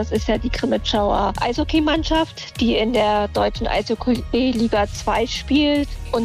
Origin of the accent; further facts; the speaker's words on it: Crimmitschau, Saxony, Germany; Das ist meine alte Heimat. Da bin ich geboren und aufgewachsen und ja.